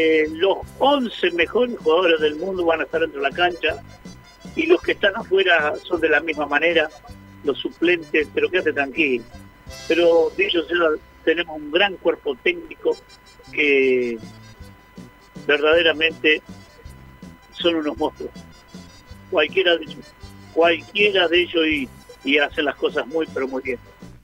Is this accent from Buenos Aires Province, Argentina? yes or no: yes; General Madariaga, Buenos Aires Province, Argentina; aquí, desde la costa atlántica, donde estamos trabajando, te decimos muy buenas noches. Nosotros somos de General Madariaga